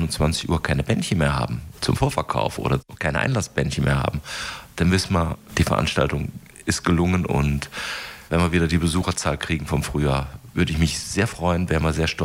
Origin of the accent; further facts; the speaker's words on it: Neuss, North Rhine-Westphalia, Germany; Neuss ist meine Heimatstadt.